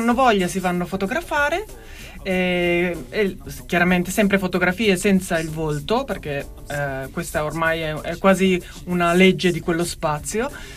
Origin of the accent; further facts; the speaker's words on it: Rome, Lazio, Italy; Io sono di Roma.